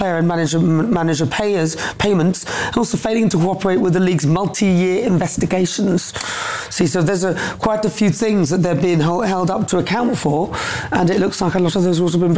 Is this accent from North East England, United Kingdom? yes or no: yes; Newcastle upon Tyne, North East England, United Kingdom; I'm from Newcastle, actually.